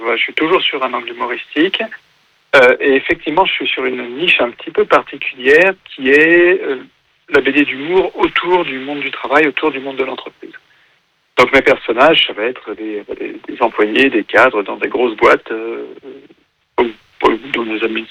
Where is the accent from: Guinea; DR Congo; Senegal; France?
France; Lyon, Auvergne-Rhône-Alpes; now in Burgundy, France; J'ai 48 ans. J'habite pas du tout vers Angers ou même dans l'Ouest. Moi, je suis lyonnais d'origine et j'habite en Bourgogne aujourd'hui.